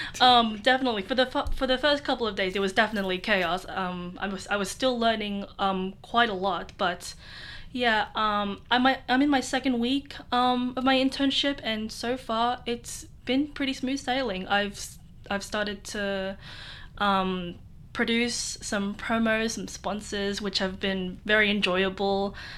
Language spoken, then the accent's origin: English; Australia; also born or lived in Bradford, England / Philippines; Technically, ethnicity-wise, I am from the Philippines, but I was born in Bradford, England, and came here and grew up in Australia since I was...